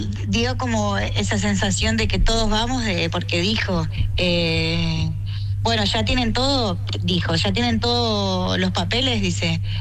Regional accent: Asunción, Paraguay; now in Ciudadela, Argentina; Nosotros somos de Asunción, del barrio Ricardo Burgada.

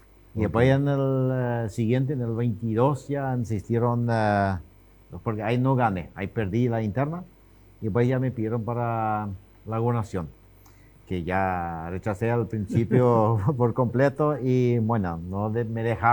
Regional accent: Loma Plata, Boquerón, Paraguay; mis padres también. Son nacidos los dos en Loma Plata, igual como yo, en el departamento de Boquerón. Así que somos chaqueños puros

